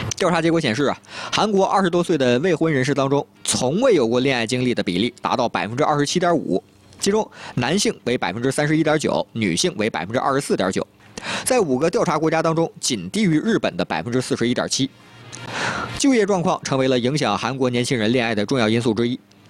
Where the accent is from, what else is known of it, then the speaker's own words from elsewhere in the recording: Northeast China, China; 最后我说我是东北人